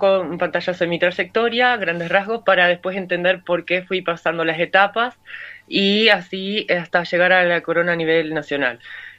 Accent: Noblía, Cerro Largo, Uruguay; also born or lived in Melo / United States; now in Montevideo, Uruguay; ahí es mi tierra natal. Yo soy prácticamente nacida y crecida en Noblía. Me vino a vivir de un poco más grande a Melo y después a Montevideo, pero... Está mi origen

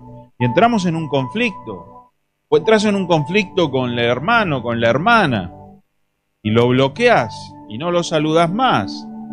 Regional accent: Argentina; Está bien que somos argentinos y creemos que somos los mejores

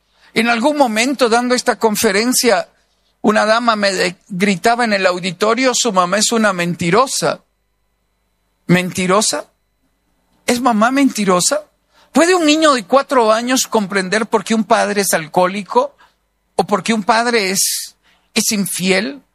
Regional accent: Costa Rica; Y en algún momento fuimos a Nicaragua, somos de Costa Rica, y fuimos a Nicaragua a buscar a su mamá

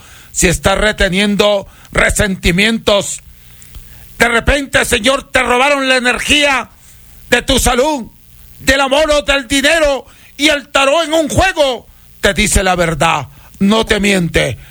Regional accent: Huancabamba, Piura, Peru; now in Salcedo, Ecuador; Y yo le curo desde mi tierra, Huancabamba, Perú, tierra de grandes curanderos, donde yo aprendí este trabajo. Yo no estoy de paso. Yo tengo una casa de familia. Yo ya resido en Salcedo.

